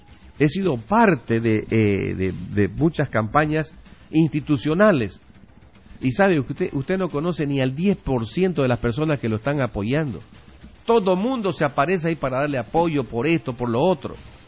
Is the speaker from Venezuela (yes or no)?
no; Bolivia; ¿en qué me beneficia a mí Fernando Cerimedo como ciudadano boliviano? En nada.